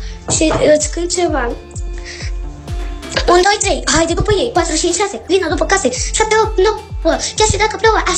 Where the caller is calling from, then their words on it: Ploiești, Prahova, Romania; din Ploiești. Am 8 ani